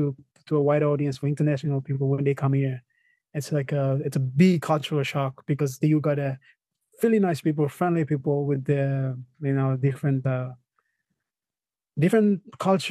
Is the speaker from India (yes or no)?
no; Papua New Guinea; They thought that I'm from from Brazil or other places. I don't know how they, Then when I told them PNG, it's like, well, where is PNG?